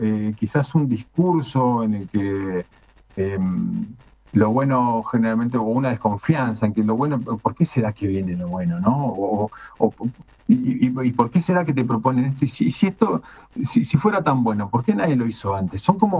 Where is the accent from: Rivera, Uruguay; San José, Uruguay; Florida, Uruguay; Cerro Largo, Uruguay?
San José, Uruguay; Soy uruguayo y amo mi país. Sí.